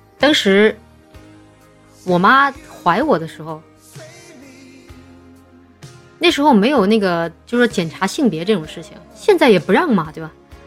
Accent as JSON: {"language": "Chinese", "region": "Chongqing", "country": "China", "tie": "born or raised there", "moved": "yes", "lives_now": "Shanghai, China", "said": "我老家是重庆嘛，然后那边重男轻女其实没怎么感觉"}